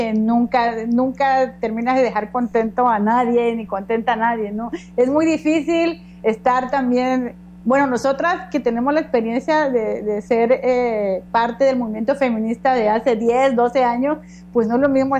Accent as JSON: {"language": "Spanish", "region": "Tabasco", "country": "Mexico", "said": "tenemos la obligatoriedad como tabasqueñas, como mexicanas"}